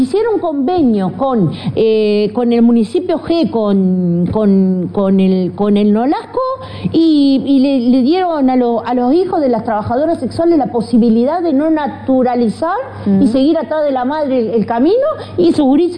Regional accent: Uruguay; nosotras como uruguayas también somos ciudadanos

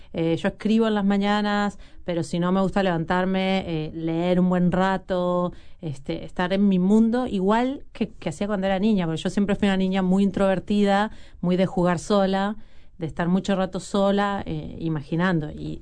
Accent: Montevideo, Uruguay; born or raised there

